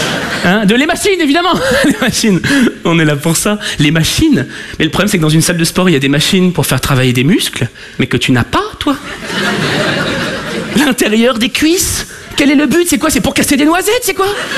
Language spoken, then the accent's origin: French; Paris, Île-de-France, France; Parce que je suis parisien et superficiel.